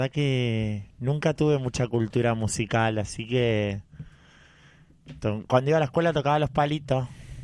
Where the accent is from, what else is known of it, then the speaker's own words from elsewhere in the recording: La Plata, Buenos Aires Province, Argentina; Yo no, soy más de platense.